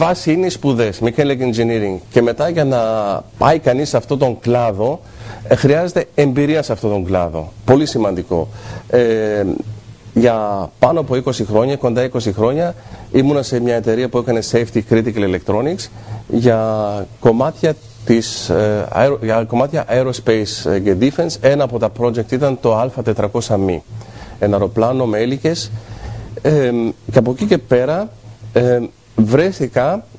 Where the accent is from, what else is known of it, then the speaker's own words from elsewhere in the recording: Herten, North Rhine-Westphalia, Germany; Εκεί γεννήθηκα το 1973 με γερμανική παιδεία. Το ευχάριστο όμως είναι ότι μεγάλωσα σε ένα ελληνικό περιβάλλον. Υπήρχαν περίπου 3.000 Έλληνες στην πόλη που γεννήθηκα, στο Χέρτεν, στην Δυτική Γερμανία